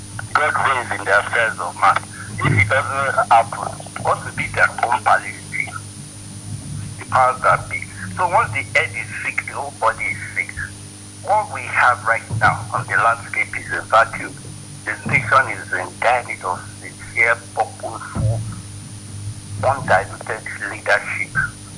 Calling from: Ibadan, Oyo, Nigeria; I'm calling from Ring Road, Ibadan.

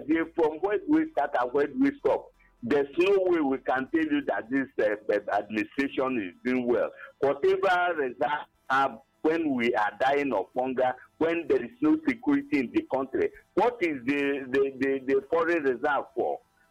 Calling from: Agbani, Enugu State, Nigeria; I'm calling from Abapani Senugu.

